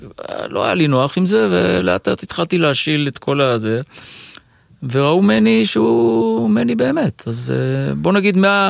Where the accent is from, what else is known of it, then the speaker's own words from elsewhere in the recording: Kiryat Ata, Haifa District, Israel; אני באתי מהקריות, ליתר דיוק מקריית אתא, הקריה, כן, ופתאום באתי לתל אביב